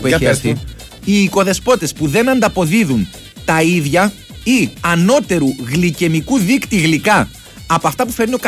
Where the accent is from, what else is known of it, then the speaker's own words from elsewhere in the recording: Crete, Greece; Και δεν το λέω επειδή είναι ο τόπος μου.